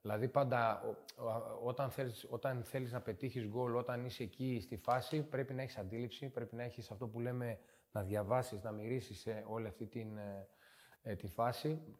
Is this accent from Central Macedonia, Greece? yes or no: yes; Strymoniko, Central Macedonia, Greece; Στο χωριό μου, στο Στριμονικό, μέχρι τα 16 μου. Εκεί ξεκίνησα, από μικρό παιδάκι.